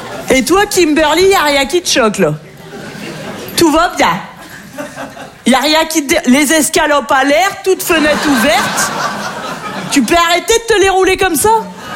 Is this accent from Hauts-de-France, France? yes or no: yes; Hauts-de-France, France